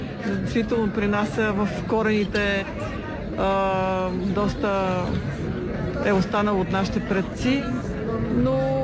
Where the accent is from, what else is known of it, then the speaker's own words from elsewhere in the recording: Sofia, Sofia City, Bulgaria; Родом съм от София и се занимавам с тъкане.